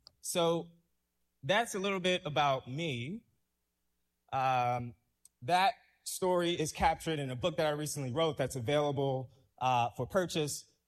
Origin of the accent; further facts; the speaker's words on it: Ferguson, Missouri, United States; moved away; growing up in Ferguson